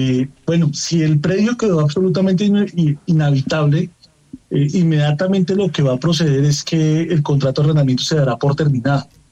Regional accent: Pereira, Risaralda, Colombia; now in Bogotá, Colombia; yo soy de Pereira

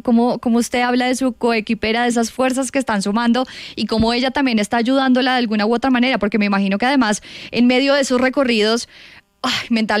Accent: Colombia; Es un poco como lo que lo mueve ahora uno, a como colombiano

